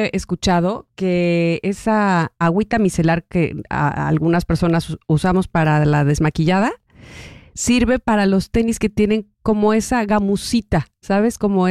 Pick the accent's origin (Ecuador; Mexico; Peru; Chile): Mexico